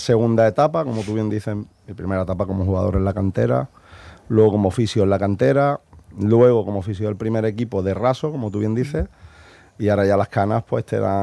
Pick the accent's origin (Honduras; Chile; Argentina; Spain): Spain; Cádiz, Andalusia; he sido canterano y soy gaditano